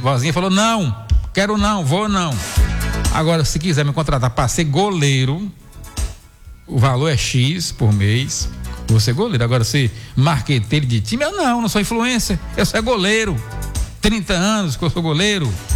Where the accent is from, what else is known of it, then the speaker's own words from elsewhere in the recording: Northeast Region, Brazil; todos nós somos do Nordeste. A gente mora no interior, cidades pequenas e tal